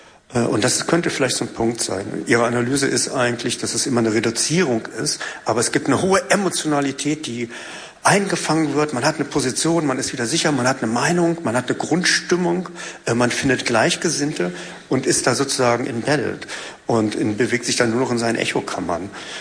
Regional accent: Germany; als Deutscher in zweiter, dritter Generation

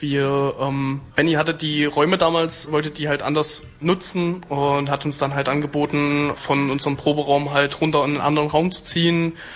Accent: Altenburg, Thuringia, Germany; also bei uns in Altenburg gab's die Rote Zora, die war super lange aktiv, wo ich dann die letzten Jahre selber auch Mitglied war

